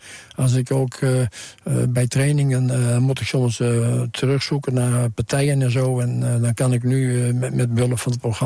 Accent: Friesland, Netherlands; we zitten in Friesland en ze zeggen ook wel bij ons in Friesland, de tijd houdt geen schoft.

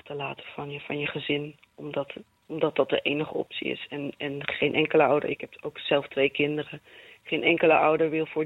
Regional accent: Netherlands; Het staat heel ver van ons af als Nederlanders

